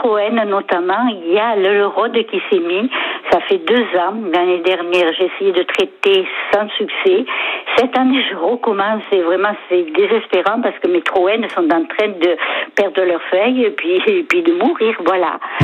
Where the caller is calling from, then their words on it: Avignon, Provence-Alpes-Côte d'Azur, France; j'habite à Avignon